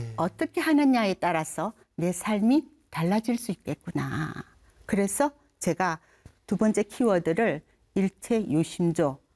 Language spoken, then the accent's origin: Korean; Gyeongsang, South Korea; 저는 고향이 경상도예요.